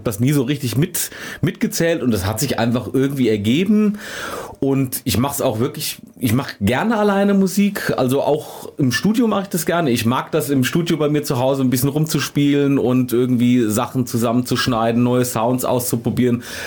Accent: Biedenkopf, Hesse, Germany; now in Kassel, Germany; ich komme aus Kassel, beziehungsweise eigentlich aus Biedenkopf. Ich bin vor einigen Jahren nach Kassel gezogen.

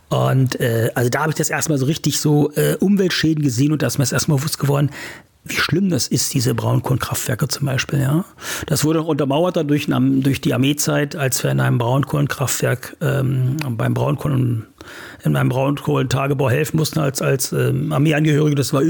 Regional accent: Wieblitz, Saxony-Anhalt, Germany; Könnte ich hier in Wieblitz in meinem Heimatdorf jetzt weitermachen.

